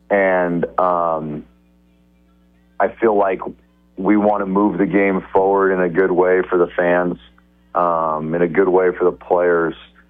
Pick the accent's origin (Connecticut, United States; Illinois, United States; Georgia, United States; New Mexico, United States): New Mexico, United States; moved away; I grew up in New Mexico.